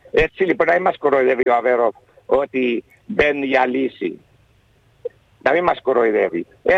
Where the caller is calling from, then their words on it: Paphos, Paphos District, Cyprus; Εγώ είμαι από την Πάφο.